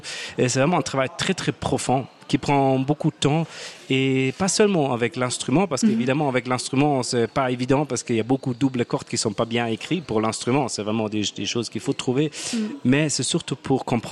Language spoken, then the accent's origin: French; Munich, Bavaria, Germany; French is a second language; Allemand, de Munich.